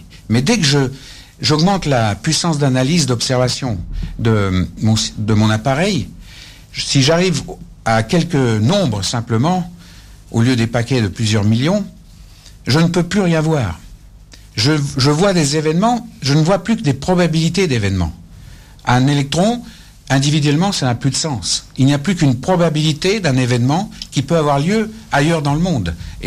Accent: Russia; now in United Kingdom; en tant que russe

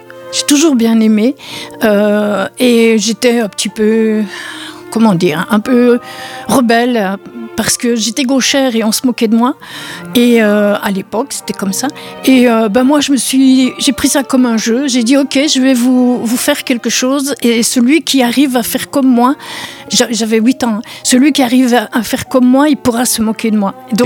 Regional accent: Liège, Wallonia, Belgium; also born or lived in Kigali; Oui, j'avais 2 ans et jusqu'à 16 ans, j'ai habité à Liège.

